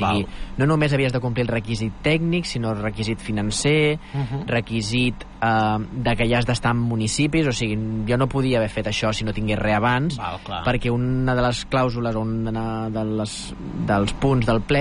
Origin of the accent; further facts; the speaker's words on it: El Vendrell, Catalonia, Spain; Jo he sigut de Vendrell de tota la vida i em considero poc vendrellenc.